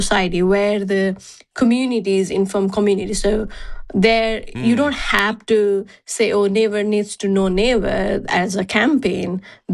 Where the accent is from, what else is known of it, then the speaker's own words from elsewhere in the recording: Nepal; I mean, I am local from Nepal